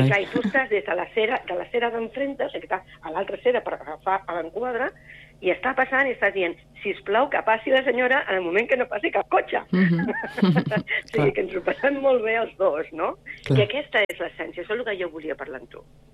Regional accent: Sabadell, Catalonia, Spain; now in Castellar del Vallès, Spain; No, jo soc de Sabadell, però els dos vivim a Castellà, els dos vivim a Campfont.

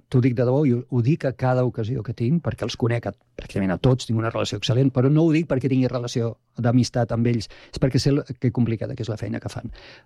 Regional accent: Tarragona, Catalonia, Spain; born there; moved away as an adult; jo que sóc de Tarragona, nascut a Tarragona, tot i que fa 30 anys que visc aquí, més de 30 anys ja, i a més estiuejo a Falset, al Priorat

